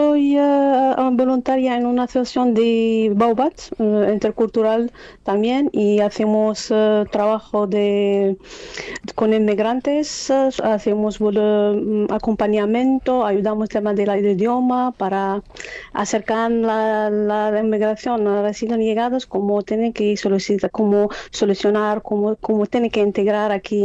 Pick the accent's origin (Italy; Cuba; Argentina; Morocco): Morocco; now in Spain; Pues no, salí de Marruecos a Holanda.